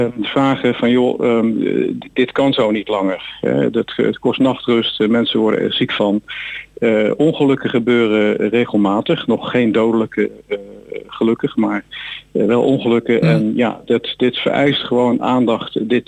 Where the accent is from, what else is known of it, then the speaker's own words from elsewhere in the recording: Rotterdam, South Holland, Netherlands; moved away as an adult; now in Amsterdamse Straatweg (N221), near Soest, Netherlands; Ik woon zelf, we komen uit Rotterdam en omstreken.